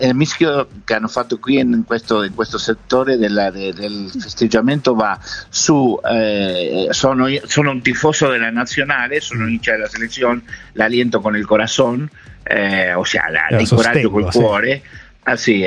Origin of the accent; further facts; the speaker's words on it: Argentina; sono argentino della cuna fino alla tomba, della cuna al cajón, por Malvinas, por el Diego e per la ultima de Leo. Argentina voglio vederti